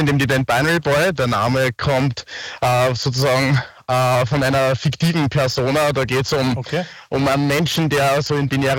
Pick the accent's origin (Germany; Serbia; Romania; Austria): Austria; Upper Austria; accent: Upper Austrian dialect; now in Vienna, Austria; bei mir hört man es vielleicht ein bisschen am Dialekt. Ich bin ein Oberösterreicher, ich komme aus Christkirchen, wohne aber in Wien. Jetzt gerade rufe ich vom Traunsee an.